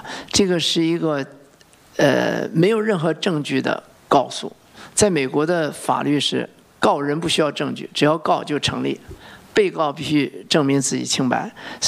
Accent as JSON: {"language": "Chinese", "country": "China", "tie": "born there", "also_born_or_lived": "Silicon Valley, United States", "moved": "as an adult", "said": "我毕竟是在中国出生的，我的祖上呢是3代都是从国外回国报效的"}